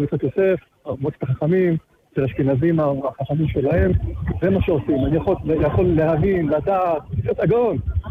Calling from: Petah Tikva, Central District, Israel; פתח תקווה.

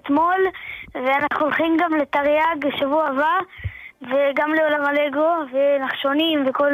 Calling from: Kfar Saba, Central District, Israel

